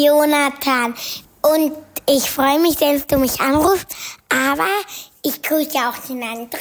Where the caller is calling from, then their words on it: Vienna, Austria; ich wohne in Wien.